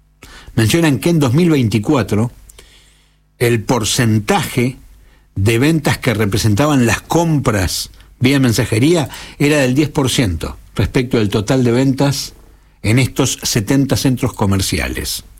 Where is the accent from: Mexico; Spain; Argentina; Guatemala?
Argentina; una efeméride propia de nuestro país